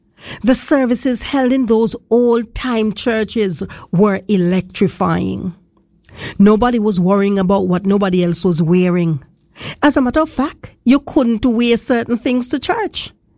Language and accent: English; Harris, Montserrat; this short story is based on my experience as a child growing up in Harris's and going to that same church.